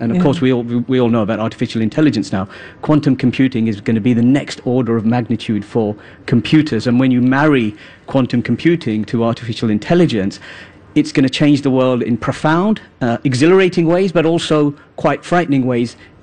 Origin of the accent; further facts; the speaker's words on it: United Kingdom; because I myself, as a British Asian